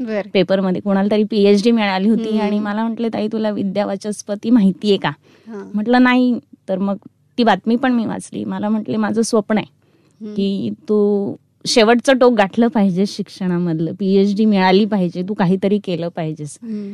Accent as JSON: {"language": "Marathi", "town": "Nashik", "region": "Maharashtra", "country": "India", "tie": "born or raised there", "said": "माझं बालपण नाशिकमध्येच. वडील माझे 83 साली इथे नाशिकला कामगार म्हणून VIP मध्ये हजर झाले आणि तेव्हापासून वडील इथे स्थायिक झाले. बालपण माझं नाशिकमध्ये."}